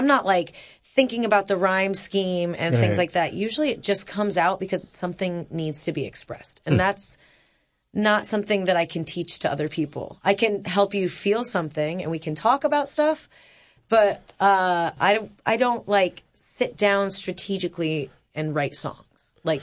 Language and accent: English; Rhode Island, United States; I grew up in Rhode Island, and my friend Deneed would come over